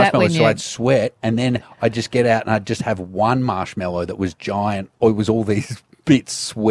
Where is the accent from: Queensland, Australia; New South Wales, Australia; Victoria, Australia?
Victoria, Australia; Melbourne; So, like, when I grew up down in Melbourne, and they have smorgies.